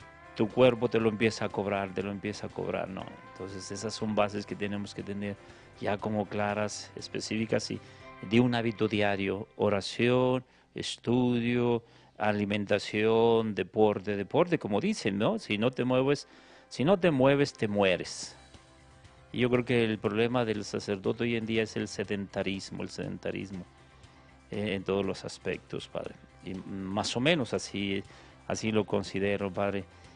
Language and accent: Spanish; Guadalupe, Zacatecas, Mexico; regreso aquí a la diócesis de Zacatecas, y ahí en Guadalupe, yo soy originario de Guadalupe